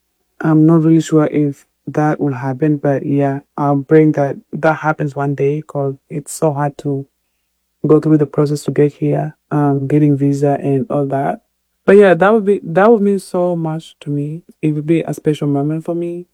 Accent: Ushagro, Kakamega County, Kenya; I'm from Ushagro. Kakamega, Harambee, Mukwea.

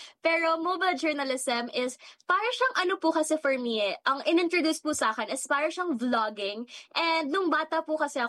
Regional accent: Manila, Metro Manila, Philippines; So, kahit na artista po ako dati and talagang sa Manila po ako lumaki, parang nung umuwi po ako dito, mas nasanay na akong magbisaya and medyo awkward na po sa akin magtagalog talaga.

